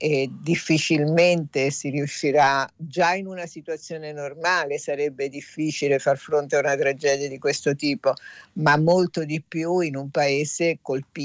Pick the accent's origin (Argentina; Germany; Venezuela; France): Venezuela; Come venezuelana